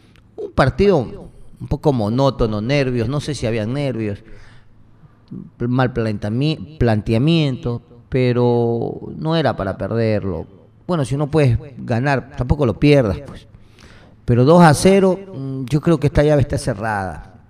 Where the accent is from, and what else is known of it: Ecuador